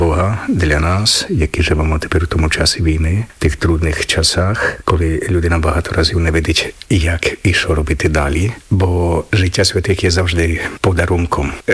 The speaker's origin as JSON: {"language": "Slovak", "region": "Zakarpattia Oblast", "country": "Ukraine", "lives_now": "Uzhhorod, Ukraine", "said": "my, čo sme akože veriaci z Iršavštiny, jak my hovoríme Vinohradivštiny"}